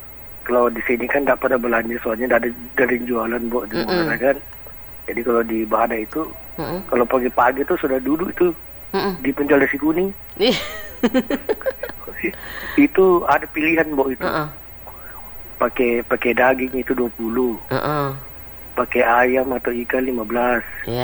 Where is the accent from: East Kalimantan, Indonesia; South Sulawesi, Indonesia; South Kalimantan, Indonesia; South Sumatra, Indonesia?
East Kalimantan, Indonesia; Di Toko Lima Muara Badang